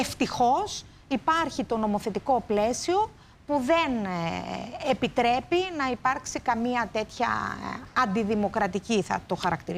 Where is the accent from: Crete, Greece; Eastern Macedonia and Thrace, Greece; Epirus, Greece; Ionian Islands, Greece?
Crete, Greece; Chania; στην πατρίδα μου, στα Χανιά, στην Κρήτη